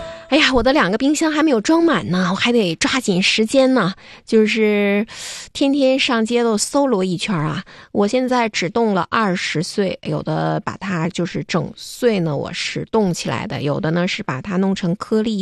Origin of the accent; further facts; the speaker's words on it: Northeast China, China; 能承包咱们东北人啊金黄灿烂的365天